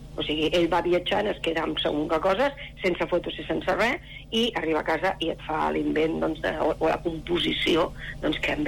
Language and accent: Catalan; Sabadell, Catalonia, Spain; now in Castellar del Vallès, Spain; No, jo soc de Sabadell, però els dos vivim a Castellà, els dos vivim a Campfont.